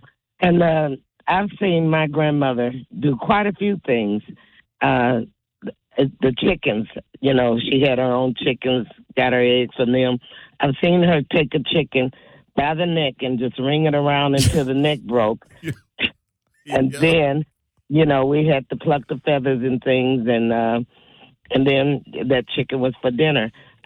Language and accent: English; Tennessee, United States; My grandparents and we're from Tennessee, so we stayed on, you know, quite a few acres of land.